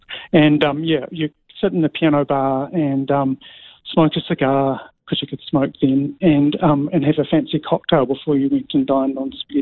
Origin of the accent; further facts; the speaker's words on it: Christchurch, Canterbury, New Zealand; now in Wellington, New Zealand; I came from Christchurch probably about 15 or so years ago, and it's always really struck me how multicultural Wellington is and was compared to Christchurch.